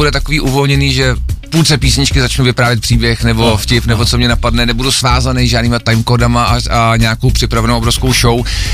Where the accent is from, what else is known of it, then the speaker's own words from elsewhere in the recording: Železná Ruda, Plzeň Region, Czechia; Železná Ruda mimochodem moc hezký město, hrozně se dalo dohromady. Aha. A myslím, hodně lidí zajímá, odkud pocházím, kde jsem vyrost